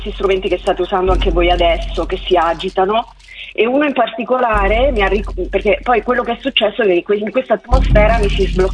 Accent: Agropoli, Campania, Italy; io sono originaria del sud di Agropoli, cioè il Salerno

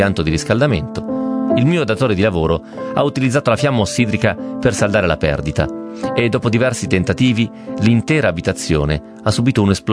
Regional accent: Giussano, Lombardy, Italy; sono andato a lavorare come apprendista idraulico in un'azienda di artigiani del mio paese, Giussano, che oggi si trova in provincia di Monza Brianza. Avevo 14 anni

